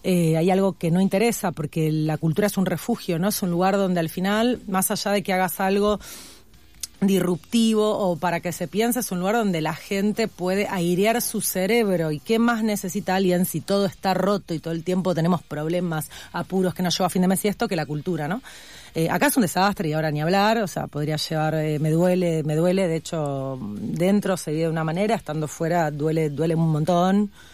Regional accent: Argentina; moved away; lo digo como Argentina estando allá

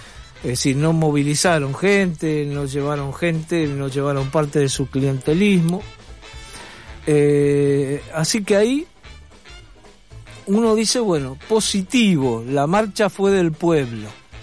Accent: Argentina; fundamentalmente como ciudadano argentino

